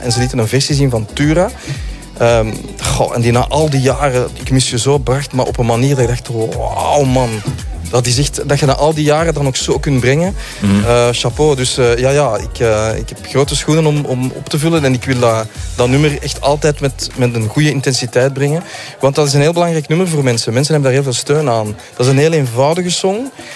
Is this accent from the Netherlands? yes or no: no; Zaventem, Flanders, Belgium; gaan wandelen in Nossegem en in Zaventem, waar ik vandaan kom.